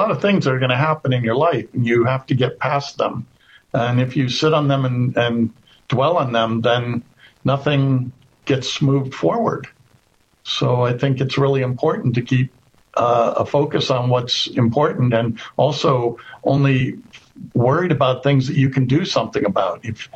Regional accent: Pennsylvania, United States; I'm from just north of Philadelphia.

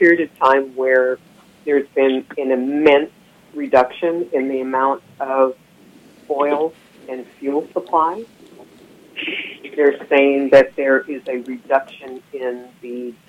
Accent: California, United States; I grew up in Contra Costa.

